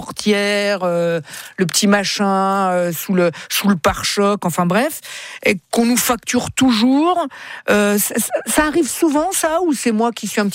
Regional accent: Italy; Et je suis italien, moi, donc bon, voilà.

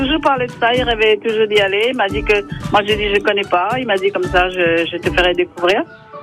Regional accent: Mauritius; moved away as an adult; also born or lived in Switzerland; now in Poitiers, France; Oui, je suis originaire de l'île Maurice et je vis en France.

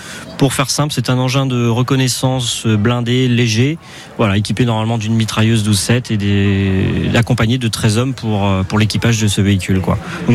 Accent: Saint-Brieuc, Brittany, France; Je viens des Côtes d'Armor, à Saint-Brieuc exactement.

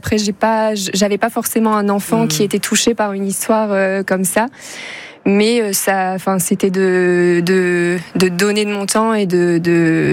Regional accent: Amiens, Hauts-de-France, France; je suis originaire d'Amiens et j'ai changé de département. Je suis arrivée dans l'Oise pour mon premier emploi

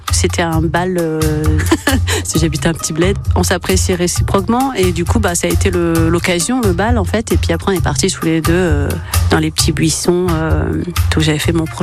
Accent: Seoul, South Korea; now in Quimper, France; Eh ben, j'habite à Quimper, mais je viens de Corée du Sud.

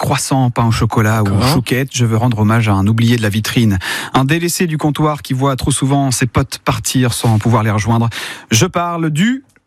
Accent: Pays de la Loire, France; Le chausson aux pommes, il est de chez nous, en Sarthe.

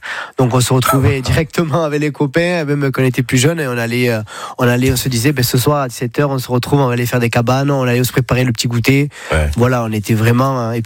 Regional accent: Saint-Paul-de-Fenouillet, Occitanie, France; also born or lived in Perpignan; Je suis né là-bas, je suis né à Perpignan en 1985, le 7 janvier. Ouais. Et je suis originaire d'un petit village qui est à 40 km de Perpignan, Saint-Paul-de-Fenouillet.

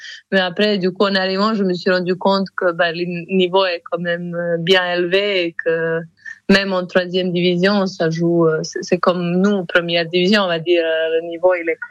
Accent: Podgorica, Montenegro; moved away as an adult; now in France; Je viens de Monténégro. Je suis née à Podgorica, c'est la capitale du Monténégro. J'ai grandi là-bas et à 20 ans, quand j'avais 20 ans, je suis venue en France.

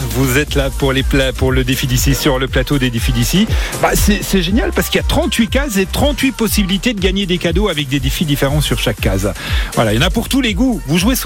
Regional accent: Bourgogne-Franche-Comté, France; de chez nous en Franche-Comté

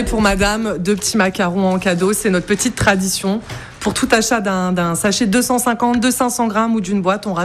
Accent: Boulay-Moselle, Grand Est, France; j'ai grandi à Boulay, moi, hein, donc effectivement, les gens me connaissent. Ils m'ont connue petite.

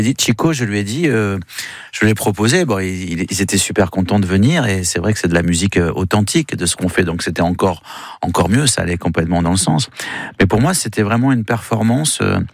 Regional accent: Spain; parce que je suis espagnol aussi, je suis franco-espagnol, j'ai deux passeports.

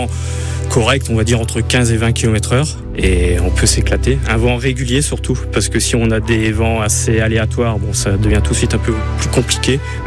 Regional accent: Lille, Hauts-de-France, France; now in Saint-Amand-les-Eaux, France; En fait, je suis lillois.

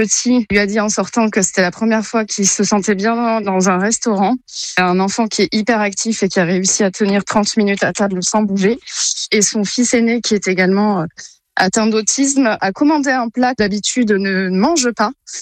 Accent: Provence-Alpes-Côte d'Azur, France; puisque nous venons du Var, on a quitté justement tout pour le projet et on a étudié tous les bars à chat qui existaient.

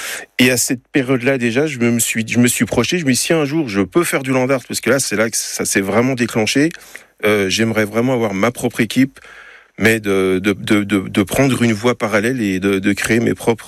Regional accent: Paris, Île-de-France, France; Moi, je suis né à Montmartre. J'y ai vécu jusqu'à l'âge de 9 ans

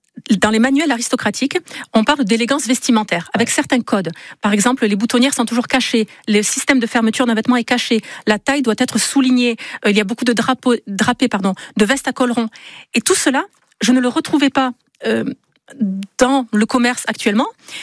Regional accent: Nouvelle-Aquitaine, France; moved away as an adult; now in Basque Country, France; Ça a commencé quand je suis arrivée au Pays Basque. J'ai épousé l'homme le plus génial sur Terre. Je viens du Béarn.

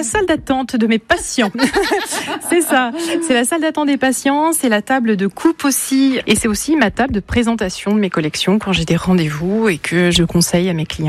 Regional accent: Pays de la Loire, France; moved away as an adult; je venais de la région de Cholet, dans le Maine-et-Loire. Quand je suis arrivée ici, je m'y suis fait parce que les gens sont très accueillants.

